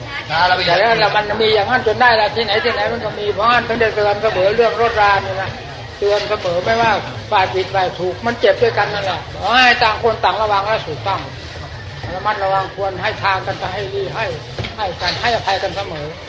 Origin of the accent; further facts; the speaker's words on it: Isan, Thailand; เราเองคนเป็นคนภาคอีสานนั่งสำคัญสุดเลย